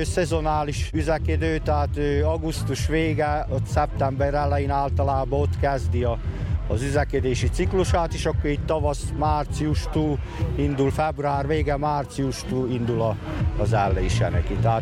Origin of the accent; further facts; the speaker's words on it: France; a francia, meg ugye Franciaországból származom.